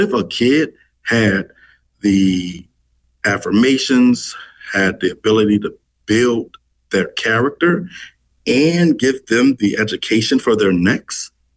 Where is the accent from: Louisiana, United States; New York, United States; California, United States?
Louisiana, United States; New Orleans; also born or lived in Lafayette, Louisiana; I grew up in Hallport in our city